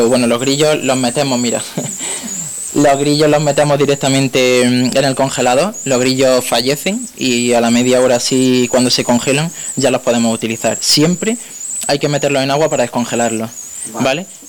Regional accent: Santo Tomé, Andalusia, Spain; yo en mi pueblo, en Santo Tomé

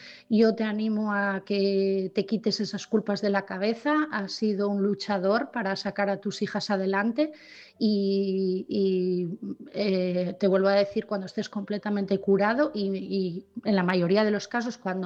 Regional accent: Asturias, Spain

